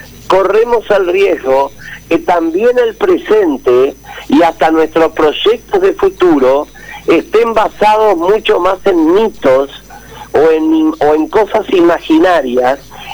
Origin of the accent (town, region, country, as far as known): Uruguay